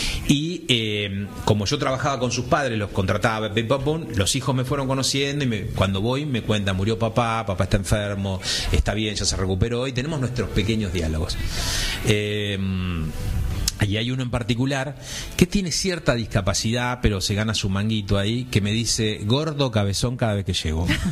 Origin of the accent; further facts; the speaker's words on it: Buenos Aires Province, Argentina; soy de un pueblo chiquito que está rodeado de campos.